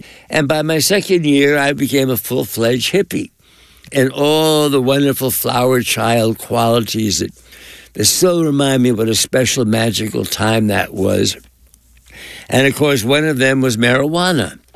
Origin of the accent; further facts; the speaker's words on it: East Coast, United States; because we were growing up on the East Coast with my mother